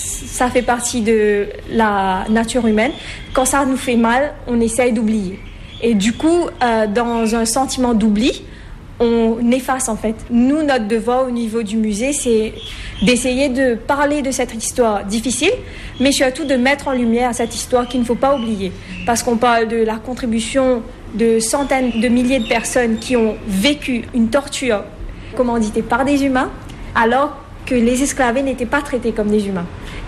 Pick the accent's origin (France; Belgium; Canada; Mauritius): Mauritius; Alors, parce qu'on est beaucoup de Mauriciens dans notre île, mais on est aussi beaucoup de Mauriciens à l'international.